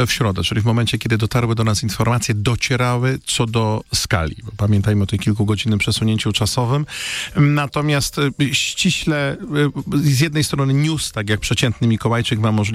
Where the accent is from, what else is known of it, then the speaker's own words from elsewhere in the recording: Łódź, Łódź Voivodeship, Poland; jestem z Łodzi